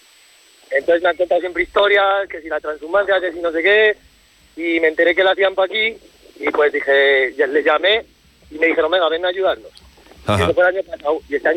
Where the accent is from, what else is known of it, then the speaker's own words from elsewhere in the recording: Viniegra de Abajo, La Rioja, Spain; Pues es que yo soy de Viñegra Abajo.